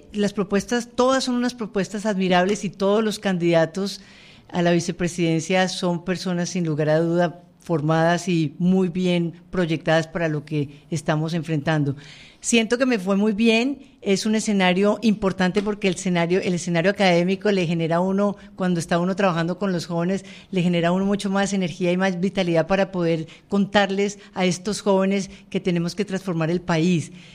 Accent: Bogotá, Colombia; also born or lived in Manizales; nací en Manizales, tengo 59 años. Me llevaron muy chiquita a Bogotá. Toda mi vida he vivido en Bogotá.

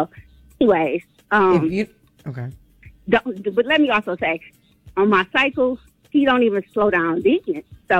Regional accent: Detroit, Michigan, United States; now in Washington, United States; But, yeah, I'm from Detroit, but I live in the DMV area.

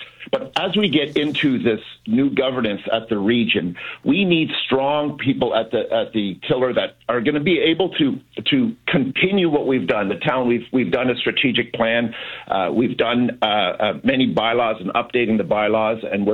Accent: Niagara-on-the-Lake, Ontario, Canada; I grew up in Niagara-on-the-Lake, and my family's here, and we're part of the fabric of the town.

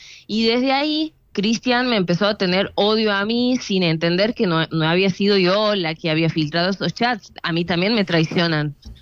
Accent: Santiago del Estero, Argentina; moved away as an adult; now in Buenos Aires, Argentina; yo soy de Santiago del Estero, yo me he venido a vivir a Buenos Aires como hace 3 años, ponele, y apenas he llegado, era muy ingenua

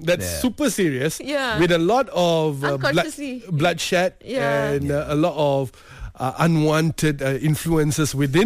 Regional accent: Malaysia; Because I'm Malaysian to the core

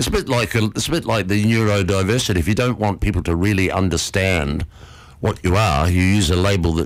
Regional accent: New Zealand; I am from New Zealand

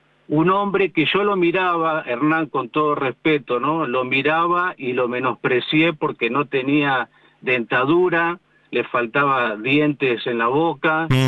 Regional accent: Buenos Aires, Argentina; now in Luján, Argentina

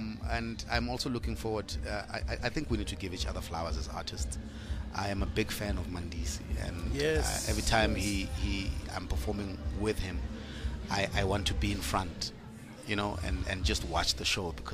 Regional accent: Free State, South Africa; now in Bloemfontein, South Africa; I am not from Bloem, but I am from the province. So when I moved to Bloem, my career of music started at a jazz club called Moods and Flavors here.

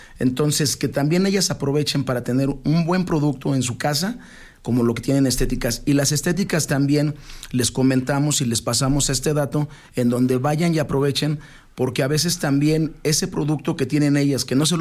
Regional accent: Aguascalientes, Mexico; nosotros somos de aquí de Aguascalientes.

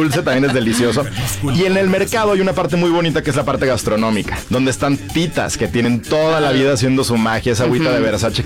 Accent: Mexico; El burrito de la tortillita para mí, uh-huh, es algo muy nostálgico de la niñez mexicana y que hoy como adultos mexicanos siempre vamos a vivir con ese recuerdo.

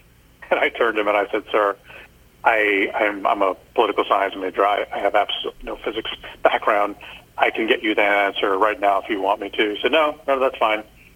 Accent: United States; as American citizens

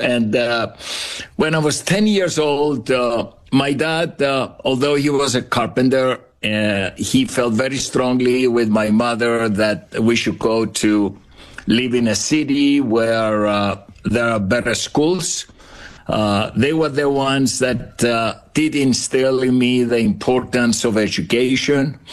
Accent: Cyprus; also born or lived in Famagusta; Yeah, I was born on the island of Cyprus. I'm Greek Cypriot. Actually, my wife and I were both Greek Cypriots. We grew up in Cyprus. And Jason, I was born in a very small village, no more than 1,000 people, this back in the 1950s.

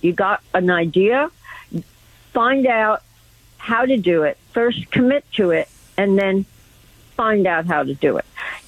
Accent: New York City, New York, United States; moved away as an adult; now in Manhattan, United States; We moved to Manhattan from Brooklyn.

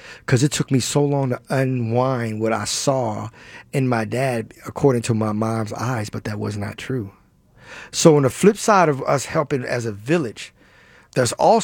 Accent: Baltimore, Maryland, United States; moved away; I'm originally from Baltimore.

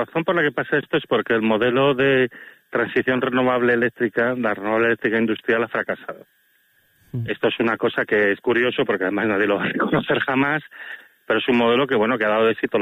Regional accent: Castile and León, Spain; en mi provincia natal, la provincia de León

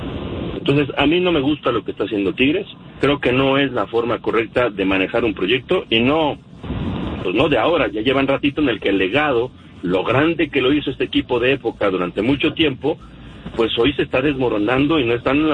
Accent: Monterrey, Nuevo León, Mexico

